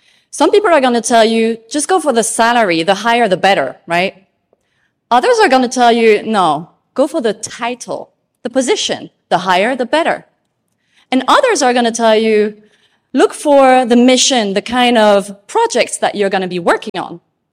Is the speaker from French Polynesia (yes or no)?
yes; Tahiti, French Polynesia; So I don't come from Paris, I come from Tahiti. And Tahiti is this island in the middle of nowhere in the Pacific Ocean.